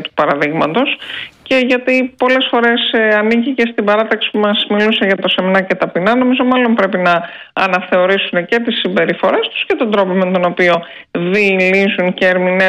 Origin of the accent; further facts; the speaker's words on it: Greece; εμείς αγαπάμε την Ευρώπη ως Έλληνες